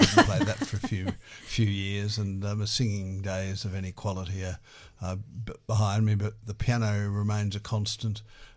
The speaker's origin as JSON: {"language": "English", "town": "Hobart", "region": "Tasmania", "country": "Australia", "tie": "born or raised there", "said": "I went to performances of the Tasmanian Symphony Orchestra when I grew up in Hobart."}